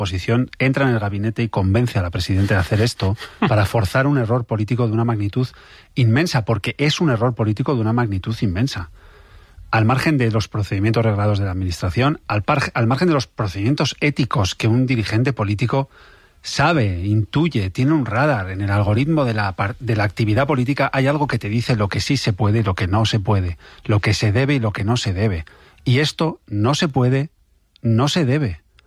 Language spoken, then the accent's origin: Spanish; Bilbao, Basque Country, Spain; Es verdad, yo soy de Bilbao, se sabe